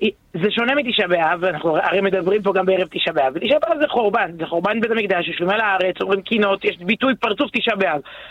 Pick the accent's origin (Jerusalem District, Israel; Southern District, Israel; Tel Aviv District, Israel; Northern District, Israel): Tel Aviv District, Israel; Herzliya; born there; אני נולדתי בהרצליה, נולדתי בנוער מרץ, נוער שלום עכשיו, אשכנזית, חילונית, שמאלנית, הרצליה.